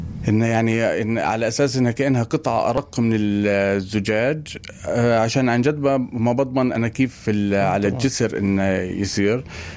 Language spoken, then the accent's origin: Arabic; Palestine; كنت انا كفنان فلسطيني